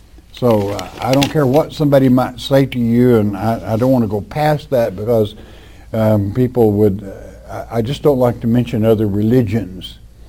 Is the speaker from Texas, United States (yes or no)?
no; Tennessee, United States; My wishes are to have my ashes scattered in a place of my choosing in my home state of Tennessee.